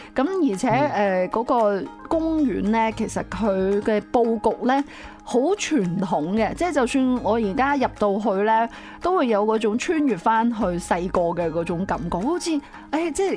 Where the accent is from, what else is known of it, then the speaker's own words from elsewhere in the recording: Guangdong, China; 因为我哋广府人都系啦，即系中秋肯定要同屋企人食饭噶嘛。